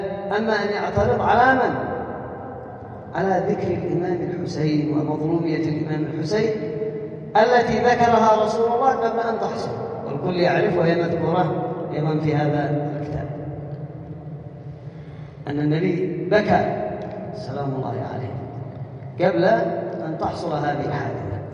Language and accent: Arabic; Yemen; ونحن كيمنيين